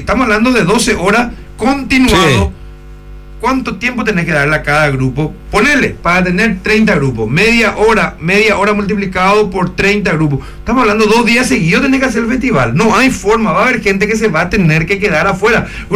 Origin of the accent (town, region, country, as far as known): Luque, Central, Paraguay